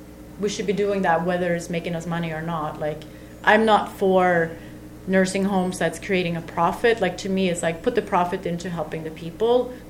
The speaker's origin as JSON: {"language": "English", "country": "Sweden", "tie": "born or raised there", "moved": "as an adult", "lives_now": "Canada", "said": "growing up in Sweden"}